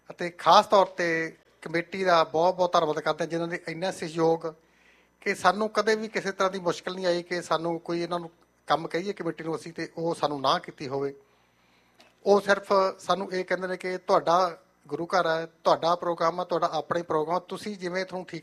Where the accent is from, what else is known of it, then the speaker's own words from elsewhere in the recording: Punjab, India; also born or lived in Faridkot; now in Surrey, Canada; ਸਾਡੇ ਵਰਗੇ ਜਿਹੜੇ ਸਾਡੇ ਪਿੰਡ ਬੇਸ਼ੱਕ ਦੂਰ ਨੇ ਫਰੀਦਕੋਟ ਤੋਂ, ਅਸੀਂ ਉੱਥੇ ਪੜ੍ਹਦੇ ਰਹੇ, ਪੜ੍ਹਦੇ ਪੜ੍ਹਦੇ ਅਸੀਂ ਫਰੀਦਕੋਟ ਦੀ ਧਰਤੀ ਦੇ ਨਾਲ ਅਤੇ ਉੱਥੋਂ ਦੇ ਬਛੀਨਾਂ ਦੇ ਨਾਲ ਇੰਨਾ ਜੁੜ ਗਏ ਕਿ ਸਾਨੂੰ ਉਹ ਆਪਣਾ ਘਰ, ਆਪਣਾ ਸ਼ਹਿਰ ਲੱਗਦਾ ਹੈ।